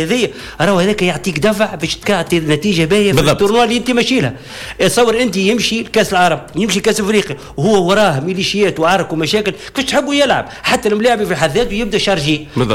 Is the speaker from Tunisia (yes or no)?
yes; Tunisia; توا نحكي كتونسي مشجع